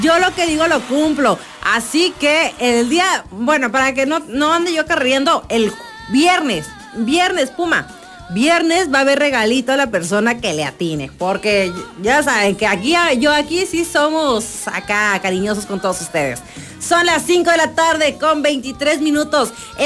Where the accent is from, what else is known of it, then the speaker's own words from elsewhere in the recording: Mexico; Eso es que, oye, somos mexicanos y no le tenemos fe a México.